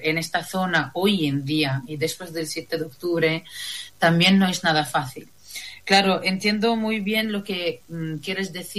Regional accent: Beit Sahour, West Bank, Palestine; moved away as an adult; now in Spain; yo soy de un pueblo que se llama Beit Zahur, al este de Belén, en Cisjordania, y por suerte mi familia sigue por ahí. Así que yo he vivido toda mi infancia y mi juventud en Palestina. Luego salí para estudios, o sea, estoy en España terminando ahora el doctorado.

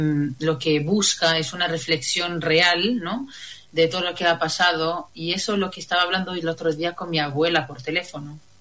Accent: Beit Sahour, West Bank, Palestine; moved away as an adult; now in Spain; yo soy de un pueblo que se llama Beit Zahur, al este de Belén, en Cisjordania, y por suerte mi familia sigue por ahí. Así que yo he vivido toda mi infancia y mi juventud en Palestina. Luego salí para estudios, o sea, estoy en España terminando ahora el doctorado.

